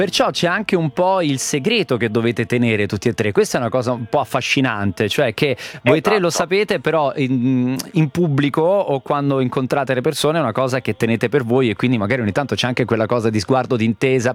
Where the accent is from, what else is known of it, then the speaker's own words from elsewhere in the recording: Castelli Romani, Lazio, Italy; io sono dei Castelli.